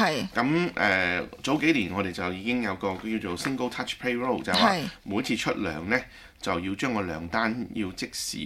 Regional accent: Australia; 咁所以呢個就作為澳洲人可能都係有啲自豪啩

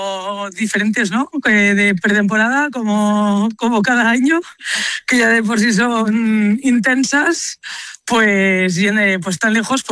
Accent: Spain; now in Israel; soy la única española en Israel

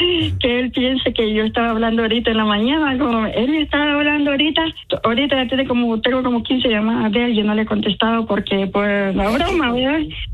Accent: Honduras; No, soy hondureña, pero soy mujer de un solo hombre, no me gusta eso.

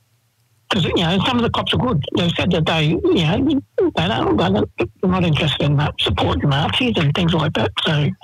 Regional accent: Melbourne, Victoria, Australia; Well, I grew up in Fitzroy in Melbourne, but my mob is Gunai Kanai and Glentamara, or Western Districts of Victoria, Kulin Nation, basically.

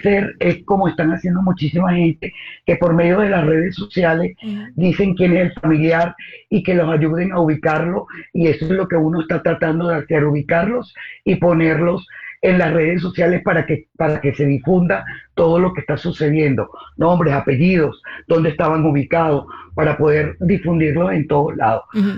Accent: Venezuela; Pero voy a hablarte de una manera muy especial de lo que somos los venezolanos

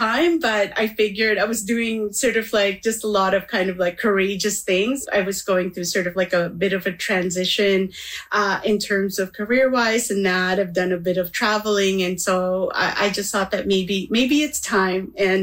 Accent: Manitoba, Canada; And so growing up in Manitoba, those landscapes became very much part of how I see things.

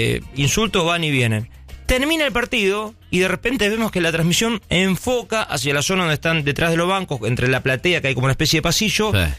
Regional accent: Argentina; De cuatro que hay en la mesa, tres somos de Argentina.

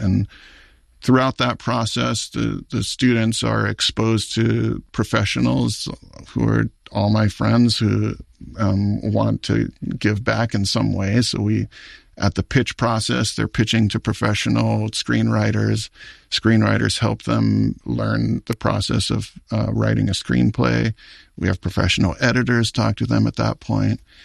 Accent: Hawaii, United States; when I was growing up on Maui and I had this passion for filmmaking, I didn't know anybody who did it.

